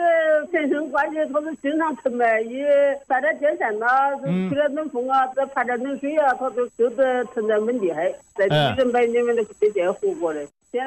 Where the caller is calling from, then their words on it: Suizhou, Hubei, China; 我的是随州的，随州军团。